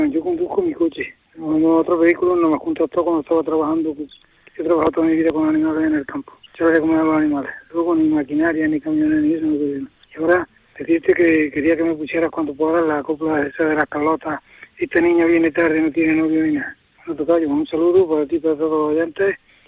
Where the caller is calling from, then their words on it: Villanueva de Córdoba, Andalusia, Spain; soy tu tocayo de Villanueva de Córdoba.